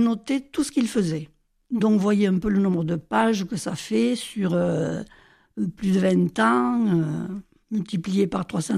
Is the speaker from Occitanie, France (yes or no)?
yes; Viterbe, Occitanie, France; dans les archives de Viterbe, puisque c'est mon village natal.